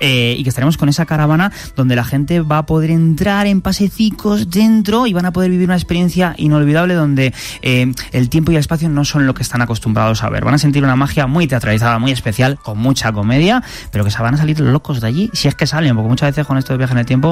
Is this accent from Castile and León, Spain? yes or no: yes; Tizneros, Castile and León, Spain; Yo soy de Tizneros, un pueblo de Segovia, ¿entiendes?